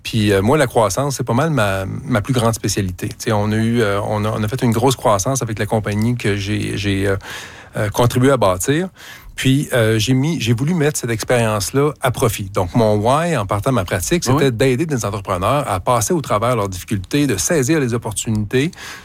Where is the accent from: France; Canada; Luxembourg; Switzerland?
Canada; Quebec; Je suis moi-même de Louis Hébert.